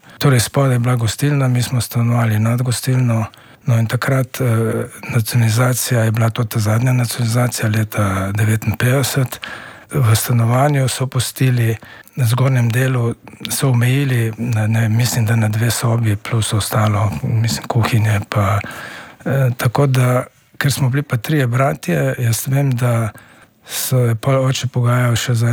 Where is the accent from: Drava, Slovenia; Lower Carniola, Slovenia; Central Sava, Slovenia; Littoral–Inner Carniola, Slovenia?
Central Sava, Slovenia; Hrastnik; moved away; no tako da smo mi iz Hrastnika potem se pobrali leta 1964.